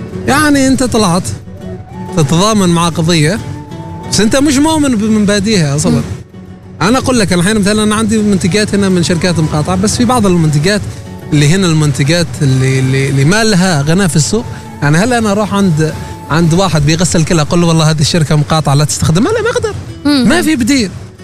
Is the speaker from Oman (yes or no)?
yes; Salalah, Dhofar, Oman